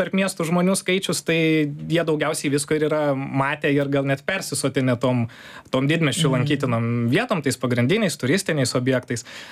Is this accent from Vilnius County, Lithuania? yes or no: no; Panevėžys, Panevėžys County, Lithuania; born or raised there